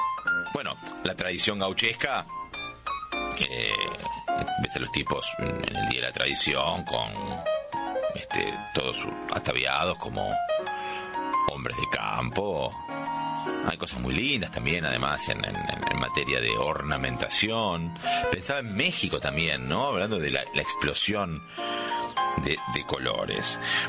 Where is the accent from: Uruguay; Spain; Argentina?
Argentina; Buenos Aires; ¿Quiénes somos los porteños? Porque hay lugares con identidades más marcadas. Y acá somos una gran mezcla.